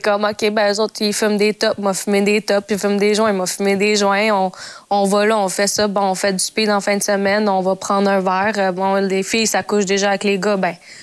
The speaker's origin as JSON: {"language": "French", "town": "Montreal", "region": "Quebec", "country": "Canada", "tie": "born or raised there", "said": "j'ai grandi à Montréal, puis mes parents immigrés au Québec."}